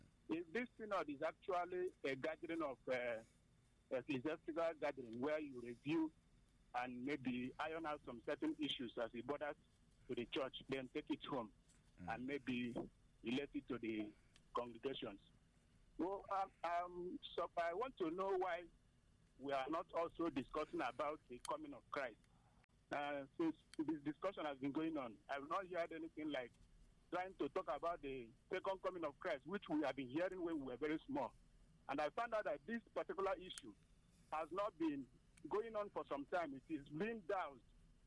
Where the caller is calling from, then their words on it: Enugu, Enugu State, Nigeria; I'm calling from Enugu.